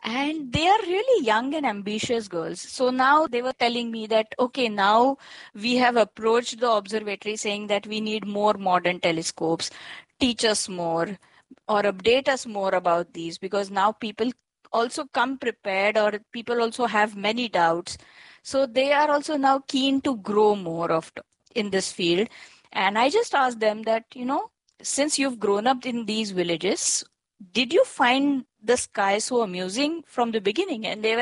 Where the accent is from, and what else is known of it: Mumbai, Maharashtra, India; born or raised there